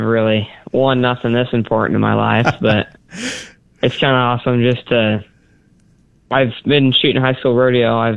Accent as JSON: {"language": "English", "region": "Nebraska", "country": "United States", "tie": "born there", "said": "especially in my home state."}